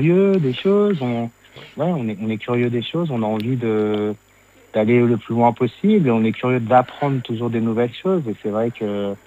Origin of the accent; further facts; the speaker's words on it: Lille, Hauts-de-France, France; on vient de Lille, donc tu sais, Lille, c'est un carrefour, hein. On est à 30 minutes de Bruxelles, 45 minutes de Paris, on n'est pas loin de l'Angleterre